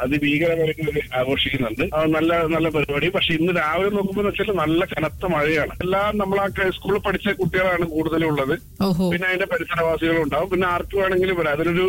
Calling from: Vadakara, Kerala, India; കോഴിക്കോടാണല്ലോ. കോഴിക്കോട് പിന്നെ ആക്ച്വലി പടകരയാണ്.

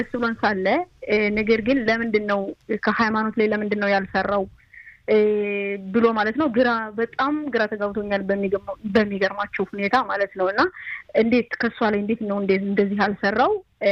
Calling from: Haifa, Haifa District, Israel

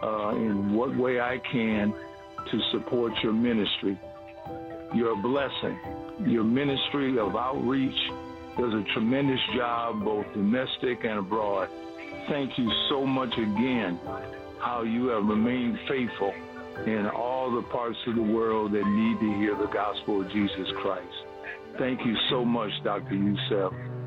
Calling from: Tecumseh, Ontario, Canada; I'm calling from Tecumseh, Ontario, Canada.

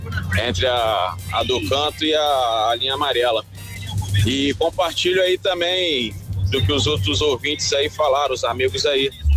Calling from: Rio de Janeiro, Brazil; do Camorim.

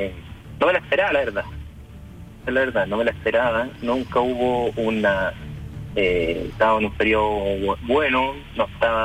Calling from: Chile; nosotros no somos de Santiago, somos cerquita en la costa

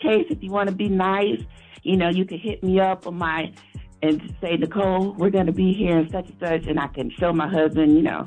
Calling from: Caseyville, Illinois, United States; I'm calling from Caseyville.

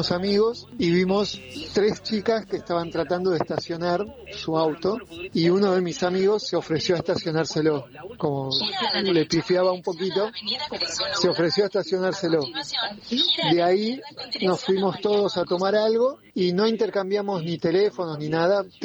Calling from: Banfield, Buenos Aires Province, Argentina; de Banfield.

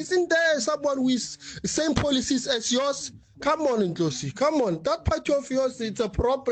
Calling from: South Africa

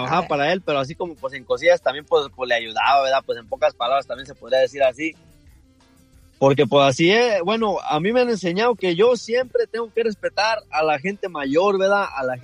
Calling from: Fort Worth, Texas, United States; porque yo vivo aquí en Fort Worth, yo soy aquí de Fort Worth.

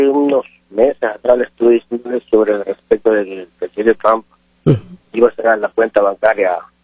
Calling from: Ecuador; Le estoy llamando desde Ecuador.

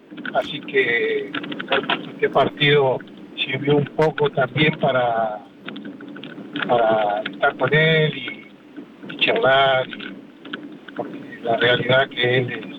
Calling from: Argentina; Yo soy de Ingeniero Madwich.

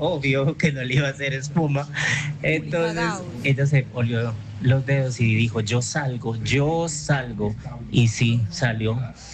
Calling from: Medellín, Antioquia, Colombia; de Medellín

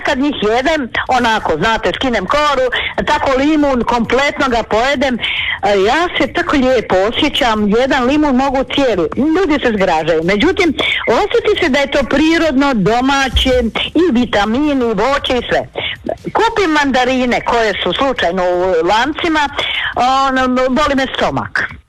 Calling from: Slavonia, Croatia; Kod nas u Slavonije se to obično u svinjokolje.

